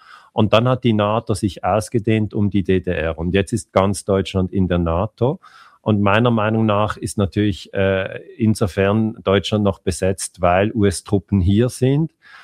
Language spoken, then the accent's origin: German; Switzerland; als auch Schweizer